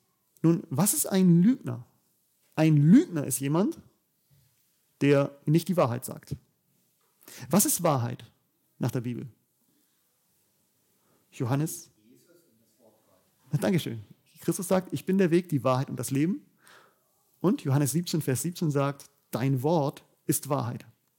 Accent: Bavaria, Germany; In dem Dorf, wo ich gerade wohne, ich komme aus Bayern, da sind immer diese Prozessionen

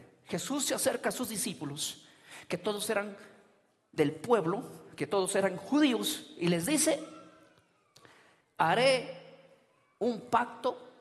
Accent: Peru; que yo, siendo peruano, que tú, siendo boliviano, que tú, siendo chileno, que tú, siendo salvadoreño, hondureño, Dios no hizo pacto con nosotros

